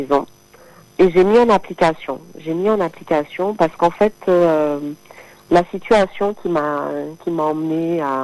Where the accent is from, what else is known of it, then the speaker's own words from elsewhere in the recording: Guadeloupe, France; puisque j'ai grandi en Guadeloupe